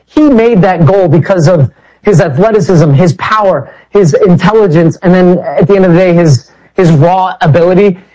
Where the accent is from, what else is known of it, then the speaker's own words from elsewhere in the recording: United States; as American soccer people